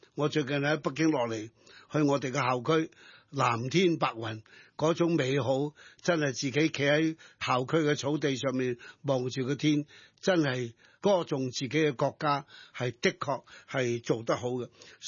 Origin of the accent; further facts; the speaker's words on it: Hong Kong; 我係观察咗呢二十点係作为一个香港人对国家观察嘅一啲嘅微小嘅睇法。